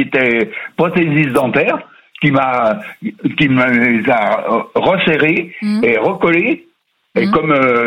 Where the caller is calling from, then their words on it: Bourg-en-Bresse, Auvergne-Rhône-Alpes, France; De Bourg.